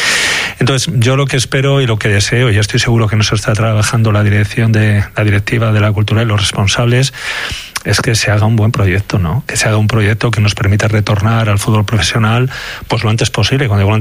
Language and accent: Spanish; León, Castile and León, Spain; como alcalde, como leonés y como aficionado